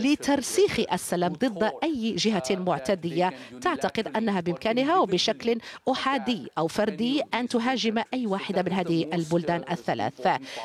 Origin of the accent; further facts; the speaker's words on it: Pakistan; أعتقد أنا كباكستاني فإن هذه تعتبر مرحلة تتسم بالكثير من الفخر